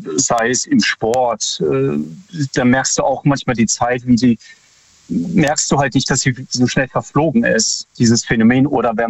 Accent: Freiburg, Baden-Württemberg, Germany; hallo, ich bin aus Freiburg.

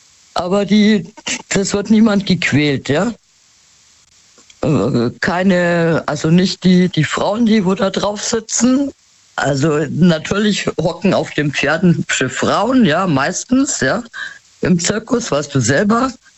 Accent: Munich, Bavaria, Germany; born there; Aber ich komme gebürtig aus München, ja?

